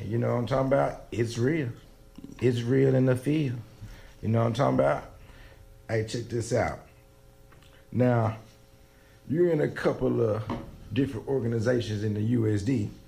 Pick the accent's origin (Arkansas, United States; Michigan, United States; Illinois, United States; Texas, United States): Arkansas, United States; Little Rock; Born and raised in Little Rock.